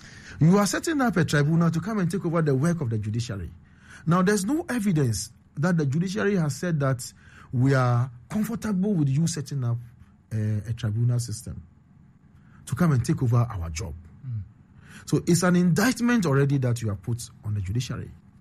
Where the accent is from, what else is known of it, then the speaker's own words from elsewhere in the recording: Nima, Greater Accra, Ghana; As a little boy growing up in Nima, I remember we had what we call the PDCs, People Defense Committees.